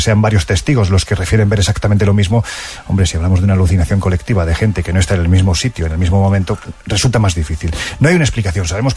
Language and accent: Spanish; Jaén, Andalusia, Spain; quienes conocemos Jaén, yo evidentemente lo conozco porque es mi tierra